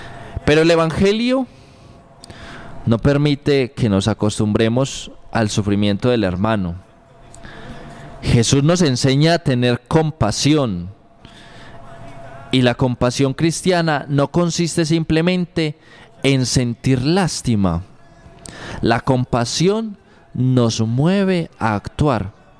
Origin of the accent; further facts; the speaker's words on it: Antioquia, Colombia; Hoy quiero dejar una pregunta especialmente para nosotros como antioqueños y como colombianos.